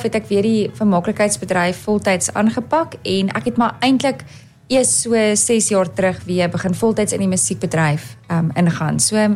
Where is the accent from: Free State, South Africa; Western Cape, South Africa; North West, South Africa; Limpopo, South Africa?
North West, South Africa; Hartbeespoort; ek is van die pragtige area Harties. Ja. So ek gesels vandag bietjie in my tuisdorp